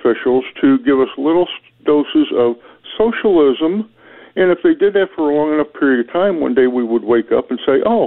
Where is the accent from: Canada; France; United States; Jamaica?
United States; Missouri; I'm from Missouri.